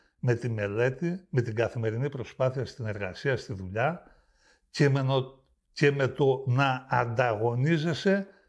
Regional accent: Greece

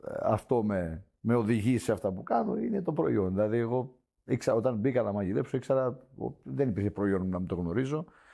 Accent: Crete, Greece; γιατί είμαι η πόλη μου, μεγάλωσα. Εκεί που είναι το μαγαζί μου και ακριβώς μεγάλωσα.

